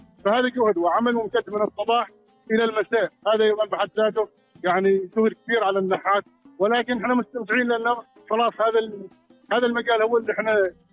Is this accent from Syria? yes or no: no; Oman; نحن كفنانين عمانيين